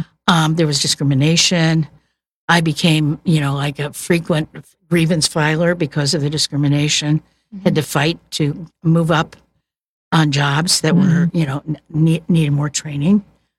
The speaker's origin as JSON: {"language": "English", "town": "Chicago", "region": "Illinois", "country": "United States", "lives_now": "Kansas City, United States", "said": "I was originally from Chicago. And I started looking to move back closer to Chicago. My parents were getting older. And so I found a job in Kansas City in a factory."}